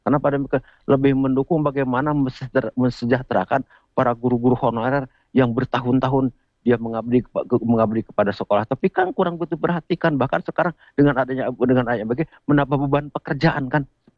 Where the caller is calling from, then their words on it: Bandung, West Java, Indonesia; Selamat pagi, Bapak-bapak narasumber yang saya dari Bandung, Pak, di sini ya.